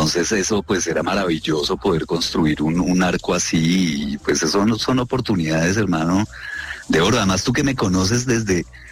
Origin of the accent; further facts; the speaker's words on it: Manizales, Caldas, Colombia; Yo me crié en Manizales en los 80s, entonces yo lo que vi fue Traquetos.